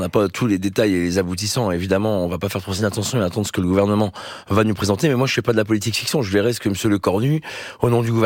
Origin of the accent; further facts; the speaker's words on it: Hauts-de-France, France; moi je suis du Nord, donc Gravelines à Dunkerque